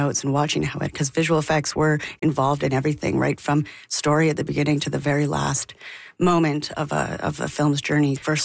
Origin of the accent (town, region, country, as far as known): Calgary, Alberta, Canada; born or raised there; also born or lived in Jasper